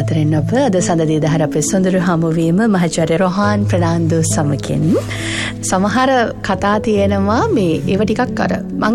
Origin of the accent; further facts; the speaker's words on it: Matale, Central Province, Sri Lanka; born there; මම උපන්න මාතලේම තමයි ඔබතුමාගේ උපන් ගම්